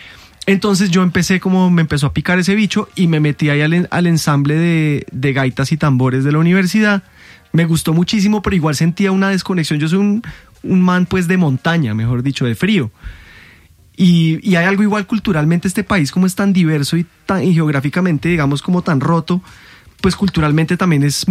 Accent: Bogotá, Colombia; Como yo. No, yo soy más rolo que... Yo soy más rolo que el...

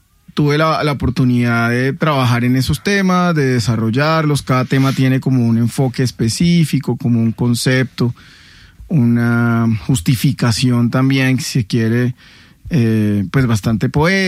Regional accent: Venezuela; resulta que en mi tierra y creería que también en toda Venezuela se le conoce como chigüire

